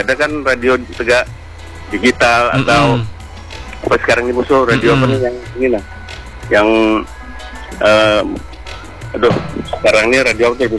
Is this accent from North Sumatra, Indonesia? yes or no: yes; North Sumatra, Indonesia; Dulu saya bukan. Saya dari Sumatera Utara.